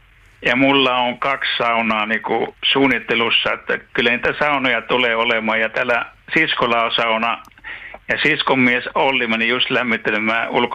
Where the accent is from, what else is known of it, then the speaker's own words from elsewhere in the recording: Kerimäki, South Savo, Finland; moved away; Me muutettiin Ruotsiin 70 ja me muutettiin Kerimäeltä